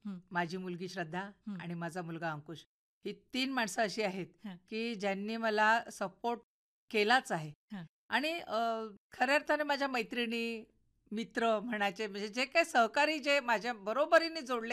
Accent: Thane, Maharashtra, India; born there; also born or lived in Ulhasnagar / Hatkamba; नोकरीनिमित्ताने वडील ते सेंट्रल आणि कस्टम एक्साइज मध्ये होते, त्यामुळे आम्ही ठाण्यात गेलो. तिथे सगळं शिक्षण झालं, बी ए पर्यंत शिक्षण झालं.

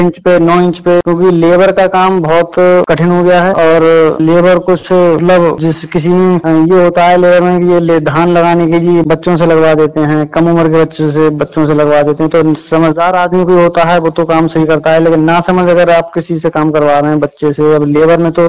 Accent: Bhula Nabipur, Uttar Pradesh, India; मेरा गांव पड़ता है भूला नबीपुर ब्लॉक बहेड़ी में, तहसील बहेड़ी जिला बरेली।

